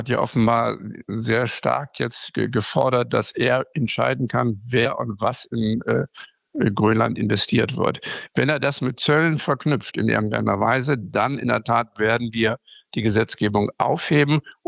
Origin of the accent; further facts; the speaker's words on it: Northern Germany, Germany; Nein, also da bin ich als Norddeutscher, wie Sie eben schon einleitend schon gesagt haben, sturmerprobt.